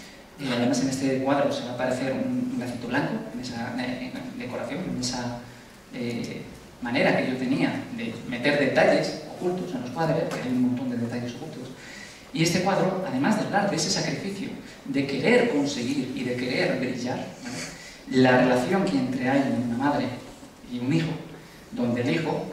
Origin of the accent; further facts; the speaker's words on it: Madrid, Community of Madrid, Spain; Porque yo soy de Aluche, nunca me matéis, pero soy de Aluche.